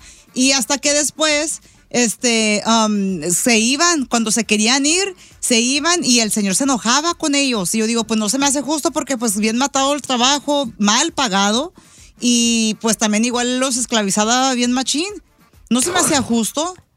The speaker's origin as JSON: {"language": "Spanish", "town": "Los Angeles", "region": "California", "country": "United States", "tie": "born or raised there", "said": "donde yo crecí en Los Ángeles"}